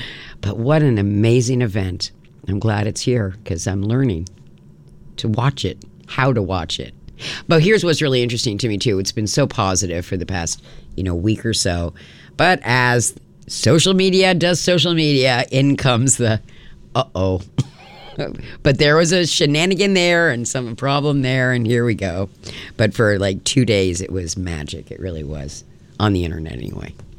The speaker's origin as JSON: {"language": "English", "country": "United States", "said": "I'm coming in as such an American. Like, I know American football pretty well, grew up with it."}